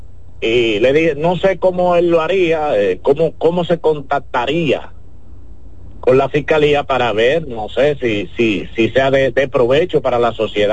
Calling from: Santo Domingo Este, Santo Domingo, Dominican Republic; Santo Domingo Este.

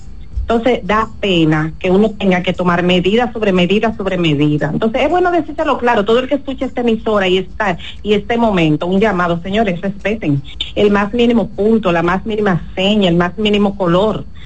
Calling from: Dominican Republic; yo como dominicana

